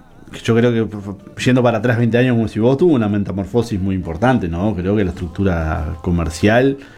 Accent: Uruguay; creo que nosotros como uruguayos creo que no magnificamos el impacto que tiene eso

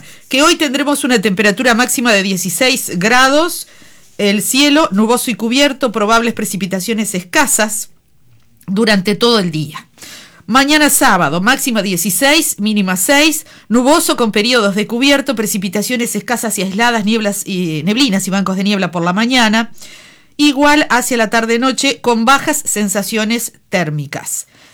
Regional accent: Treinta y Tres, Uruguay; born there; cuando éramos chicos y estudiábamos inglés en la Alianza Cultural Uruguay-Estados Unidos aquí en 33

